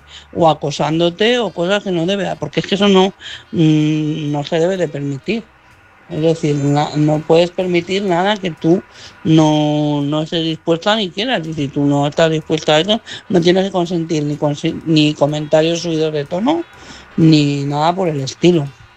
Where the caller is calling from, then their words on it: Madrid, Community of Madrid, Spain; de Madrid.